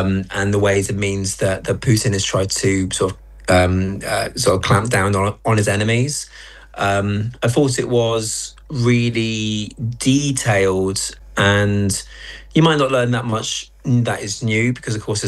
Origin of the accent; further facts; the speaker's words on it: South West England, United Kingdom; Okay, well, firstly, I grew up near Salisbury. But 30 minutes away.